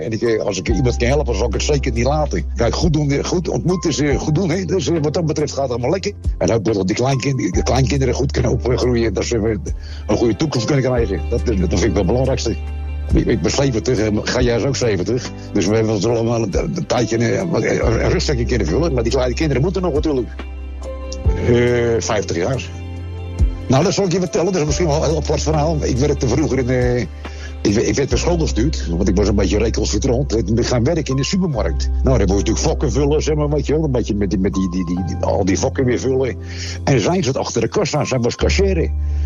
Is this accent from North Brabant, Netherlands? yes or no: no; Rotterdam, South Holland, Netherlands; born there; Geboren Rotterdammer. Het eind van het jaar word ik al 70 alweer.